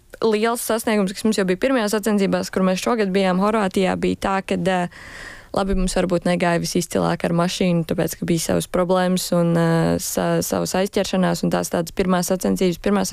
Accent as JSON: {"language": "Latvian", "region": "Bauska Municipality", "country": "Latvia", "tie": "born or raised there", "said": "sanāca tā arī uzaugts, arī esmu no Bauskas puses."}